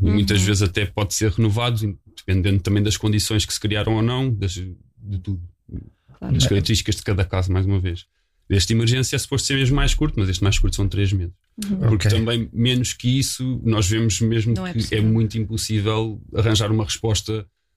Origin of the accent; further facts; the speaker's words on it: Sintra, Lisbon, Portugal; Eu sou cá de Sintra, desde sempre nasci aqui, cresci aqui, andei na escola aqui.